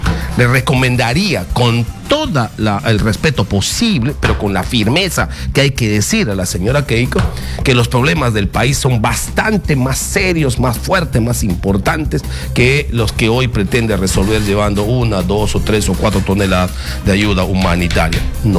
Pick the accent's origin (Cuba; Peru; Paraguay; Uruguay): Peru